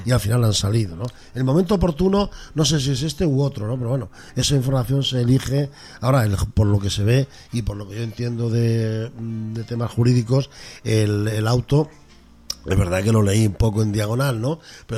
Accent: Galicia, Spain; La pregunta, como buen gallego, se la devuelvo yo.

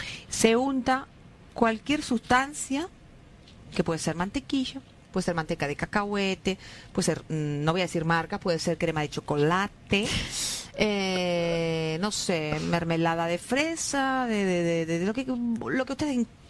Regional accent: Argentina; moved away; yo soy argentina, no soy asturiana.

